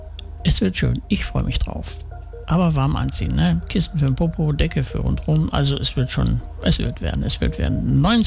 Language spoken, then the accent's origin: German; Gladbeck, North Rhine-Westphalia, Germany; Und als ich jetzt die Tage durch meine Heimatort Gladbeck gewandert bin, da waren irre viele Menschen an dem Fahrzeug der Tafel